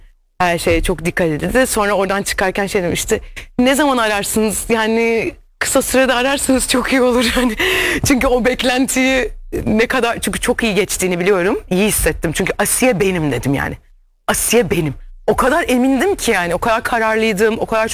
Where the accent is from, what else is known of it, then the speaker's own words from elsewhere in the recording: Trabzon, Turkey; Hani bambaşka yani hani Karadeniz canım memleketim yani o kadar seviyorum ki.